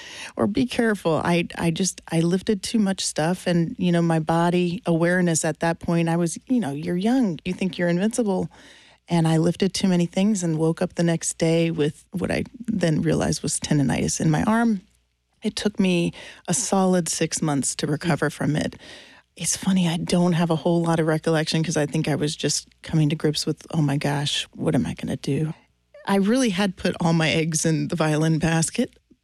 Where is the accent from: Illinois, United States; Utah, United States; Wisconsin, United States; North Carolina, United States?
North Carolina, United States; moved away as an adult; also born or lived in Florida / Oregon; now in Macon, United States; I wasn't born, but I was raised in North Carolina, so somewhat close by to Georgia